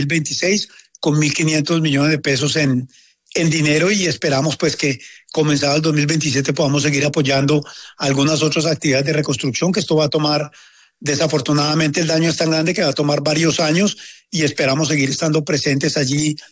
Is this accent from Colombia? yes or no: yes; Colombia; para mí como colombiano estando a la cabeza de esta compañía es supremamente importante